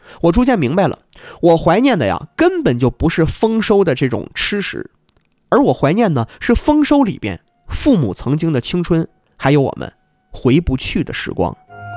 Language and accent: Chinese; Northeast China, China; 这就是我们东北人最朴实 最滚烫的人间烟火。